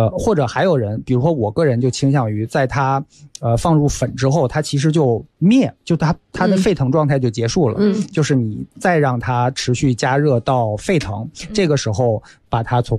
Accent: China; 因为，我们中国人都知道铝的东西啊，用久了好像对身体不太好。

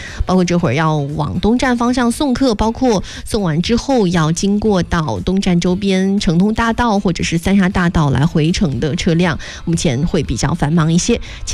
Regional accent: Yichang, Hubei, China; 上千名宜昌球迷是跨越城域啊，赶赴金门客场，为我们的家乡的足球小子们来助威啊

